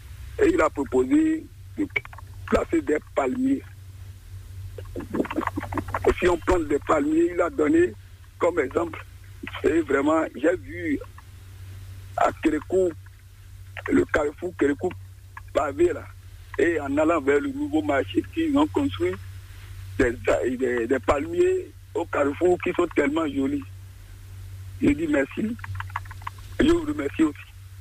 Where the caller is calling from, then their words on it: Abomey-Calavi, Atlantique, Benin; Je vous appelle de Calavi, dans la Zoupa.